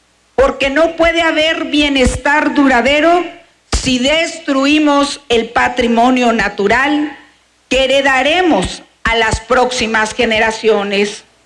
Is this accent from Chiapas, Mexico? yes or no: yes; San Cristóbal de las Casas, Chiapas, Mexico